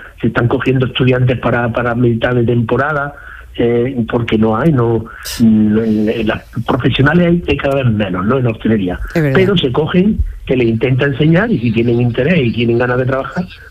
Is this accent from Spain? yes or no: yes; Córdoba, Andalusia, Spain; yo es que soy muy amante de Andalucía, eso lo primero. Soy muy cordobés, y eso no me lo va a quitar nadie